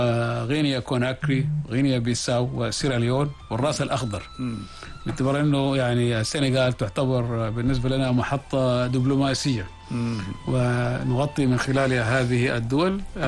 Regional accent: Sudan; moved away as an adult; now in Senegal; أنا سوداني أنا.

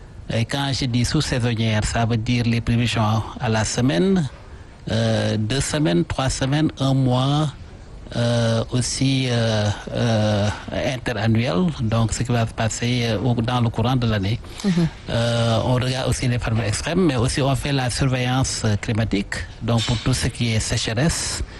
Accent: Diakhao, Fatick, Senegal; moved away as an adult; also born or lived in Kaolack, Senegal / Dakar, Senegal / France; now in United States; je suis natif du Sénégal et de Diakhaw Sine, où j'ai fait mes études primaires, ensuite le secondaire à Kaolack, ensuite l'Université de Dakar, ensuite en France où j'ai fait un doctorat en météorologie, ensuite aux États-Unis où j'ai fait un postdoc

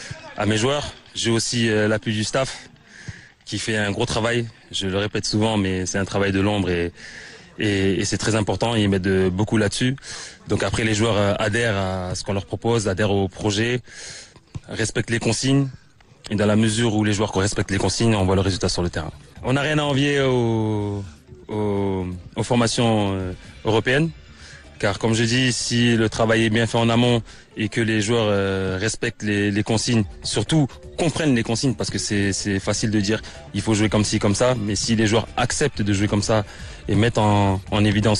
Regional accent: Senegal; redoubler d'efforts, rester encore unis et montrer qu'on est des Sénégalais quand on est en finale.

